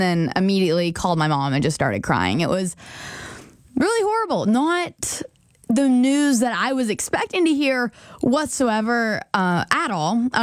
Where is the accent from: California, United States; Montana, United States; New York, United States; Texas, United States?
Texas, United States; over in good old St. Joe, Texas, kind of near my hometown.